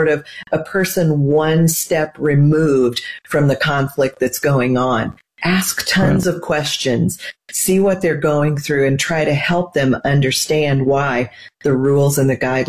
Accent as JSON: {"language": "English", "region": "Nebraska", "country": "United States", "tie": "born or raised there", "said": "Well, I grew up in Nebraska, and we have no professional sports teams there."}